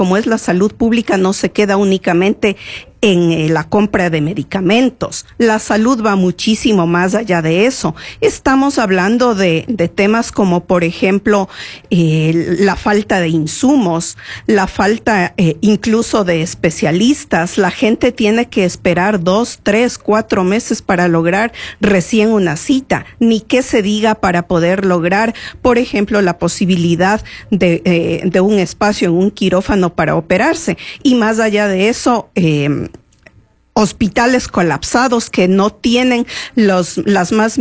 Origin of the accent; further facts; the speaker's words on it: Ecuador; nosotros como ecuatorianos siempre estamos con el pendiente de aquello